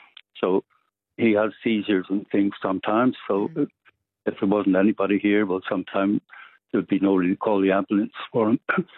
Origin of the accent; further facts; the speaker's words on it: Northern Ireland, United Kingdom; Sorry, because people think I'm Irish, but the Southern Irish talk very different from us and Northern Irish. So when you say Union Jack, let them know we're British old chap.